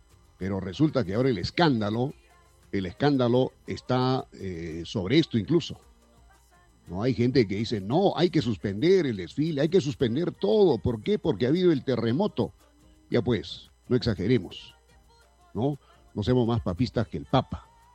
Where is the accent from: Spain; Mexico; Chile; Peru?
Peru; todos somos peruanos